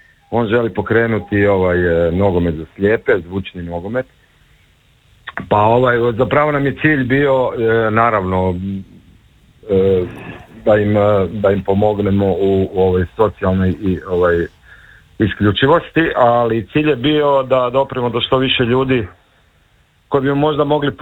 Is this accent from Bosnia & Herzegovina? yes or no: no; Croatia; To kod nas u Hrvatskoj nema.